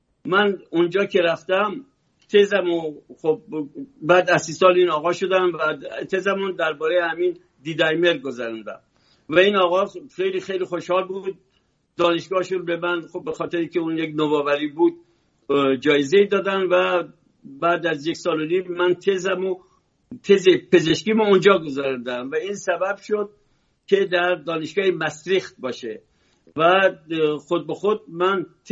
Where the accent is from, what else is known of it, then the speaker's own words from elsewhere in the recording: Iran; now in France; من ایرانی هستم ولی اصلا ربطی هم به شاه ندارم